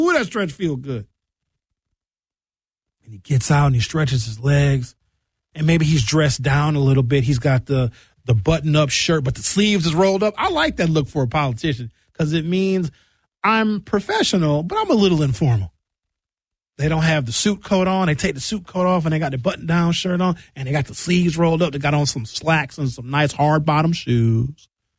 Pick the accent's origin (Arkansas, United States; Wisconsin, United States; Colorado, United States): Wisconsin, United States; Milwaukee; Where are you from? I can't tell by the way you talk. Oh, I'm from Milwaukee.